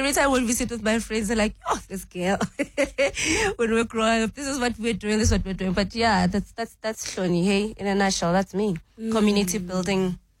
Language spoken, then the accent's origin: English; Alexandra, Gauteng, South Africa; I think In our time, it was actually great growing up in Alex because sense of community.